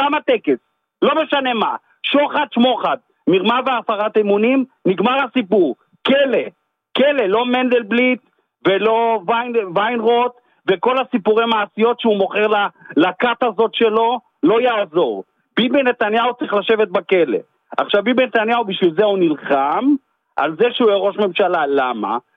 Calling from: Rishon LeZion, Central District, Israel; אני מראשון לציון

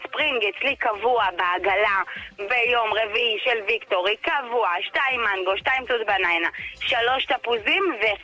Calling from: Ashdod, Southern District, Israel; מאשדוד, בת 41, אימא לשלוש נסיכות.

